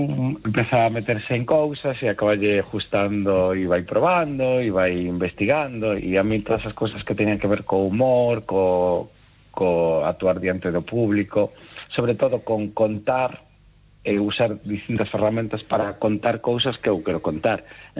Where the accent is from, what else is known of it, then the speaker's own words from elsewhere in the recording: Cangas, Galicia, Spain; onde son contos de mulleres do Morrazo, que é onde son eu, de Cangas.